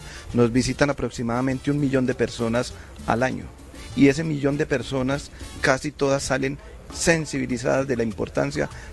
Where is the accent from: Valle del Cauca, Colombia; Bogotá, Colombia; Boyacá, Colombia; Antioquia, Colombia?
Antioquia, Colombia; Santa Elena; Sí, yo soy nativo del corregimiento de Santa Elena.